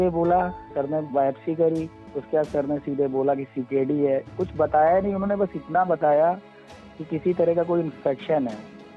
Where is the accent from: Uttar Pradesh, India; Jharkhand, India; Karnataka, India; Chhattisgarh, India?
Uttar Pradesh, India; Kanpur; मेरा जन्म कानपुर में ही हुआ है और मैं कानपुर उत्तर प्रदेश से ही रहने वाला हूँ और वहीं पे मेरा जन्म हुआ है।